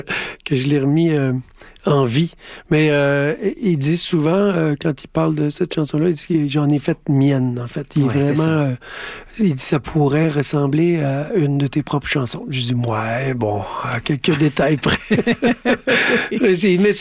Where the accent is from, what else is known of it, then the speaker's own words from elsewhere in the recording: Quebec, Canada; born there; moved away; moi, je suis né sur la Côte-Nord, à cette île, puis j'ai quitté mon patelin pour venir vivre ma vie de musicien.